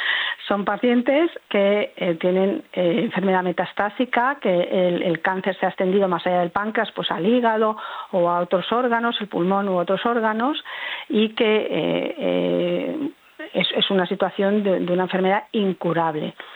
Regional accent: Spain; yo soy de España, Vivo en Madrid

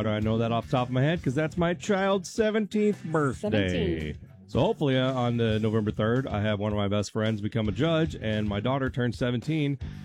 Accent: Hot Springs Village, Arkansas, United States; moved away; She and I grew up in Hot Springs Village, everybody.

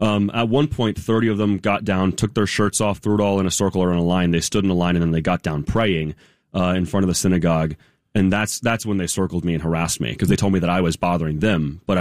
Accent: Jefferson Township, New Jersey, United States; Morris County. Right, I'm from Jefferson Township.

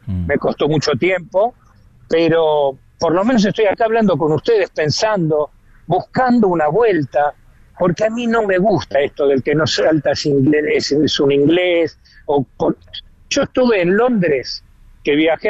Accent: Argentina

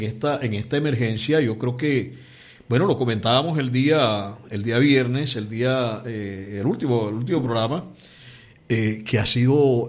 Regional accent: Barranquilla, Atlántico, Colombia; porque eso de … a nosotros como barranquilleros nos enorgullece, hermano

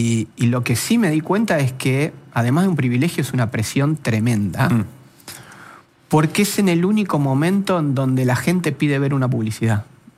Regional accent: Argentina

